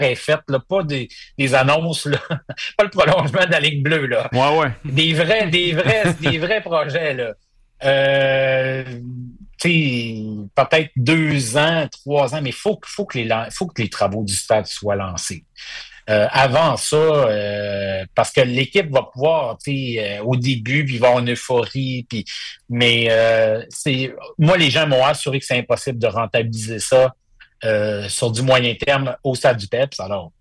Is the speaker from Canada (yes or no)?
yes; Saguenay, Quebec, Canada; Parce que moi, j'ai grandi au Saguenay.